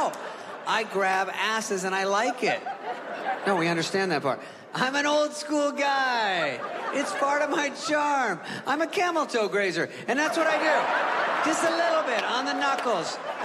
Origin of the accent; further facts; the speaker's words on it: California, United States; I'm from California.